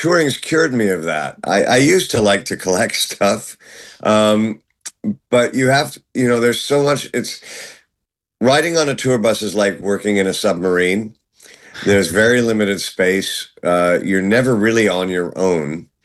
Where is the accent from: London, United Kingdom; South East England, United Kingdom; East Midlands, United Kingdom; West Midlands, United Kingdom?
London, United Kingdom; born there; Yes, I was born in London at St. Mary's Hospital